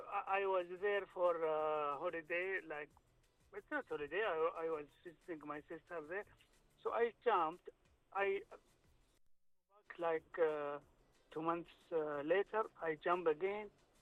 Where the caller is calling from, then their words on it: Riyadh, Riyadh Province, Saudi Arabia; English is a second language; I am in Riyadh. I am going back home now.